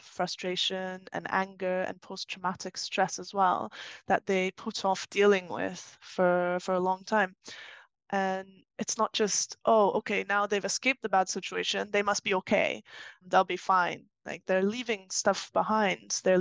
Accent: Turkey; moved away as an adult; also born or lived in United Kingdom / New York, United States; now in France; I was born in the UK. Both my parents are Turkish. I grew up in Turkey. Then I left when I was 18. I lived in the US, in New York, and then I went back to the UK. And now I'm in France.

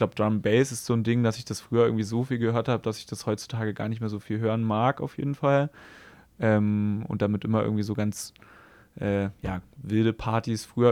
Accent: Halle, Saxony-Anhalt, Germany; now in Leipzig, Germany; ich komme aus Halle, wir waren früher öfter mal in Leipzig und kannten hier irgendwie ein paar Leute

